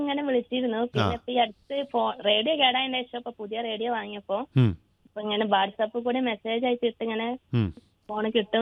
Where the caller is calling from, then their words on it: Kerala, India; ഇത് കുറ്റിക്കാട്ടിൽ നിന്ന്